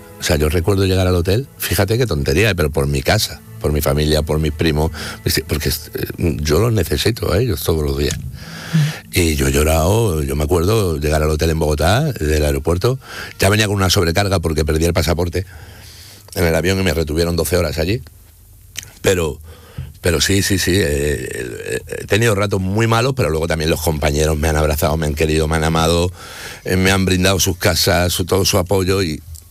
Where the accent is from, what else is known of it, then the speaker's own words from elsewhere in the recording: Málaga, Andalusia, Spain; Me ha hecho mucha ilusión estar aquí en mi tierra, en Málaga, y aquí en Canal Sur con vosotros.